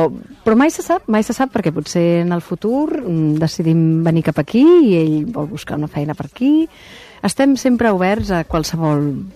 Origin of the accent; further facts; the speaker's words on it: Catalonia, Spain; moved away as an adult; also born or lived in Madrid / New York; now in London, United Kingdom; com a actriu catalana i espanyola